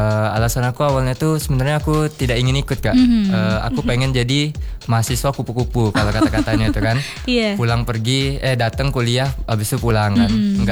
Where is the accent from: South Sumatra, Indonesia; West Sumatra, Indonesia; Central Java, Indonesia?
South Sumatra, Indonesia; Palembang; Kalau aku juga dari Palembang.